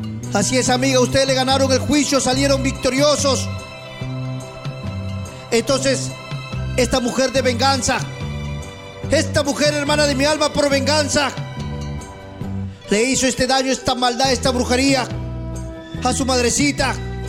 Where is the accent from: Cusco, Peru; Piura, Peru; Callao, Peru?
Piura, Peru; Huancabamba; now in San José de Sisa, Peru; Yo estoy viniendo, señores, de un pueblito pobre y humilde. Yo vengo de las Guaringas de Huancabamba, de unas aldeas que se llaman Lan García.